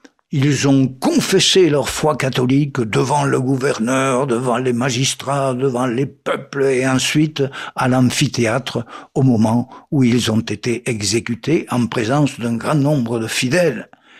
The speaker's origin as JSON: {"language": "French", "town": "Troyes", "region": "Grand Est", "country": "France", "said": "Chez nous, à Troyes"}